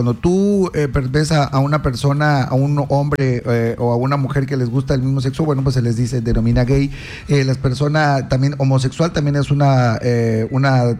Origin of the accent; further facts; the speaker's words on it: Mexico; como mexicanos, como ciudadanos y como seres humanos.